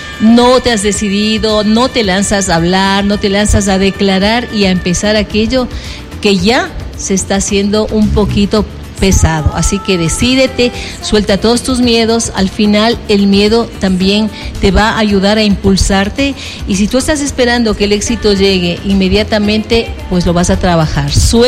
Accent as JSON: {"language": "Spanish", "country": "Ecuador", "said": "ecuatoriana. Yo soy la típica ecuatoriana."}